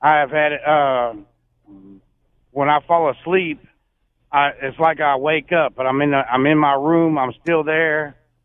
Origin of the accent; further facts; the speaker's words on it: Alexandria, Louisiana, United States; I'm from Alexandria, Louisiana